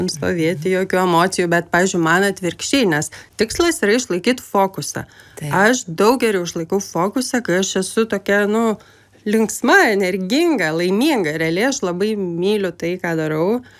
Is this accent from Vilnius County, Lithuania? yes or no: yes; Vilnius, Vilnius County, Lithuania; aš užaugau Aklųjų rajone Vilniuje. Ir jis visai netoli LRT yra.